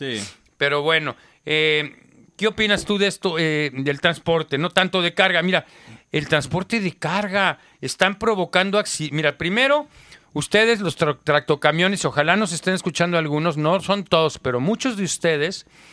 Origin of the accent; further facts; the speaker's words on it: Mexico City, Mexico; yo también soy chilango, yo soy chilaca, no, pero chilacayota.